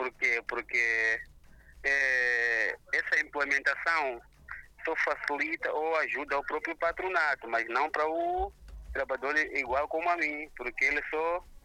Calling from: Beira, Sofala, Mozambique; Falo da Beira Macuti, no consulado de Zimbabwe.

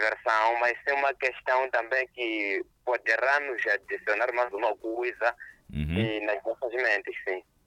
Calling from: Matola, Maputo, Mozambique; Falo de Matola

